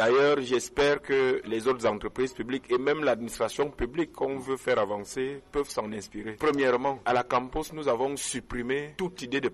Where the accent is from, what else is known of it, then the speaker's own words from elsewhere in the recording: Cameroon; Je confirme que je suis camerounais. Je n'ai jamais accepté d'être français. J'aurais pu. Donc, je suis camerounais.